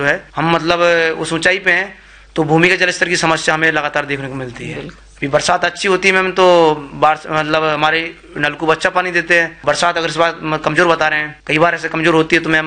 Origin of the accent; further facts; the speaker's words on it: Rajasthan, India; मैं जिस क्षेत्र से आता हूँ मैम, वहाँ राजस्थान का होने को तो वैसे सबसे उत्तम क्षेत्र है वो हाड़ौती का, वार्षिक जो वर्षा है उसका स्तर भी अच्छा है, जंगल का जो क्षेत्र भी अच्छा है